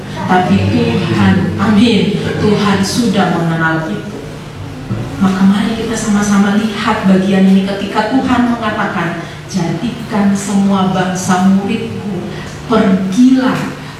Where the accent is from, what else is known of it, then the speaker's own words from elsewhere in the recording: North Maluku, Indonesia; born there; moved away as an adult; now in Yogyakarta, Indonesia; Saya aslinya dari Maluku Utara.